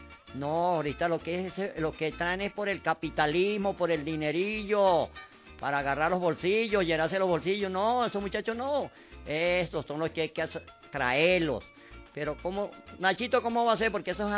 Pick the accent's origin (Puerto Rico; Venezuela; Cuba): Venezuela; Mérida; Del estado Mérida también, Mérida sonando, mi tierra querida Mérida.